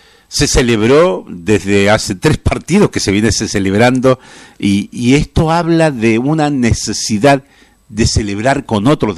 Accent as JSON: {"language": "Spanish", "country": "Argentina", "said": "nos pasa algo como argentinos y como latinos, es que tenemos las emociones más a flor de piel."}